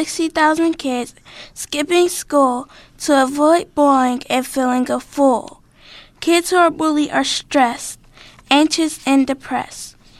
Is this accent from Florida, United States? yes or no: no; Pennsylvania, United States; now in Wilkinsburg, United States; I'm from the South Side, but currently I live in Wilkinsburg.